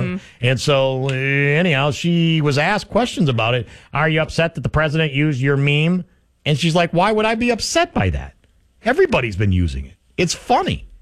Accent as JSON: {"language": "English", "region": "Missouri", "country": "United States", "said": "I'm clearly white and from Missouri. So I think there was a lot of assumption there because I'm white and from Missouri."}